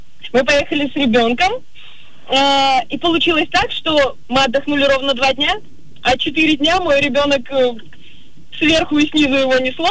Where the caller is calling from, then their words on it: Nakhabino, Moscow Oblast, Russia; я из Нахабино.